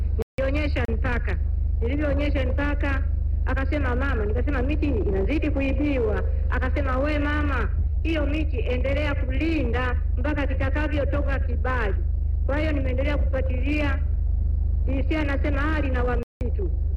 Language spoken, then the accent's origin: Swahili; Mgololo, Iringa, Tanzania; natokea kijiji cha Kitasengwa, kata ya Makungu, Mgololo.